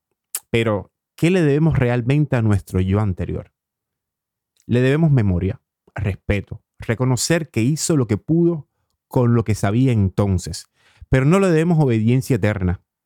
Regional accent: Cuba; moved away as an adult; now in Oslo, Norway; para alguien que por primera vez había salido de casa, por primera vez había salido de Cuba

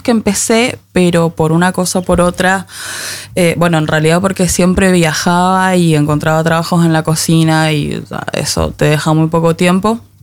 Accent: Godoy Cruz, Mendoza, Argentina; De Godoy Cruz, Antonio Tomba. Aguanta el Tomba.

